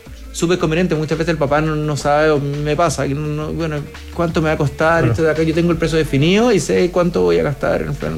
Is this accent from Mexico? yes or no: no; Chile; Mi sensación es que nosotros como chilenos también somos bastante tradicionales.